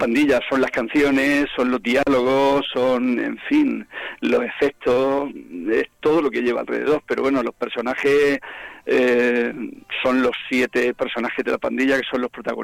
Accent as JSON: {"language": "Spanish", "town": "Molina de Segura", "region": "Region of Murcia", "country": "Spain"}